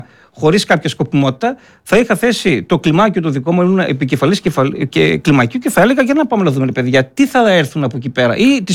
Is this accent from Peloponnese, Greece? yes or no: no; Delta, Central Macedonia, Greece; Είπαμε, είμαστε από τον Δήμο Δέλτα.